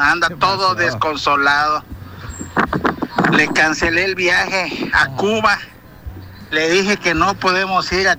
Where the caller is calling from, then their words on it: Mexico; somos mexicanos.